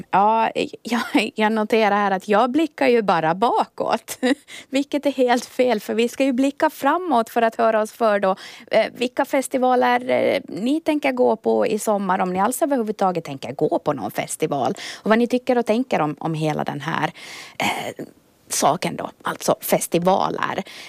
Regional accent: Ekenäs, Uusimaa, Finland; now in Åland, Finland; Det är då i riket, alltså i mina hemtrakter. Aldrig hört talas om Raseborg Summerfest. Kan det möjligt vara så nu att, hörni, jag har bott på Åland lite för länge

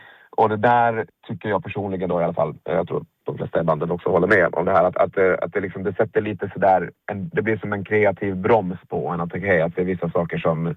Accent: Åland, Åland Islands; hemma på Åland

